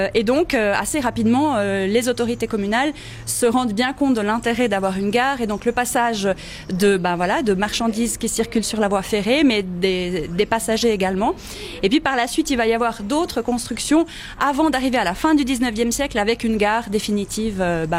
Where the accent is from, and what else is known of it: Ticino, Switzerland; born or raised there; now in Neuchâtel, Switzerland